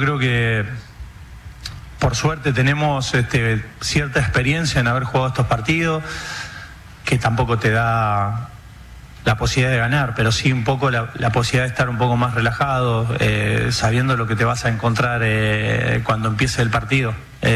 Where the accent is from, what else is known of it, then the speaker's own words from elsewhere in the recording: Argentina; Ahora, que nosotros como argentinos tengamos memoria a esa gente que fue ahí